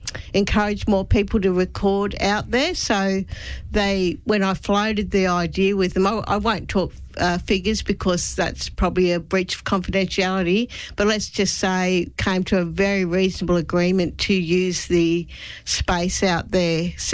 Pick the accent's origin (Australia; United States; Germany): Australia; Grafton, New South Wales; born or raised there